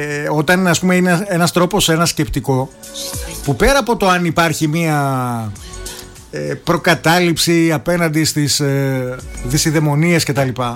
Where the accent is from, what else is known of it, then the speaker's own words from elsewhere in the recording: Greece; Ως Έλληνες είμαστε αρκετά έτσι.